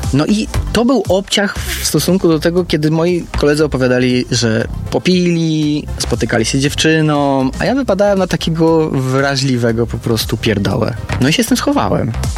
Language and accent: Polish; Połczyn-Zdrój, West Pomeranian Voivodeship, Poland; now in Poznań, Poland; Ja mieszkam w Poznaniu, ale pochodzę z Połczyna Zdroju